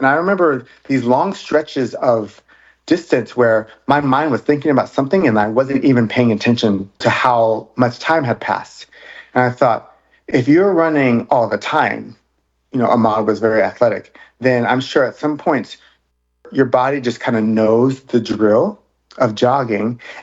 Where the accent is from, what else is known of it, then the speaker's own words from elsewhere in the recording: the South, United States; And again, I'm from the South.